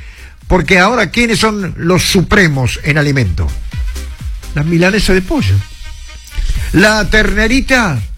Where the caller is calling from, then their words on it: Argentina; … de Barrio Sargento Cabral, 9924.